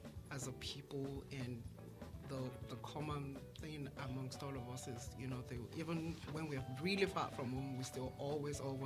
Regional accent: Nigeria; moved away as an adult; also born or lived in Wellington, New Zealand; now in Hawke's Bay, New Zealand; I am Nigerian and Yoruba by tribe. I have been in Hawke's Bay. I've made Hawke's Bay home for almost 14 years now.

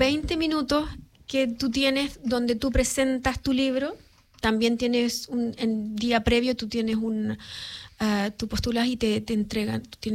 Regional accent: Chile

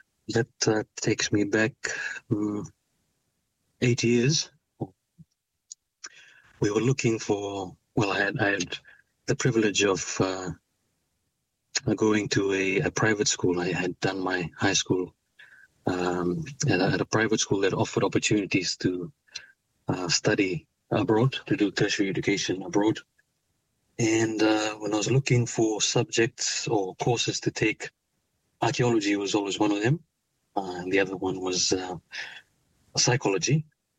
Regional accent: Suva, Central Division, Fiji; Yes, I did. I'm born and raised near Suva, capital city of Fiji. Did all my education in Suva

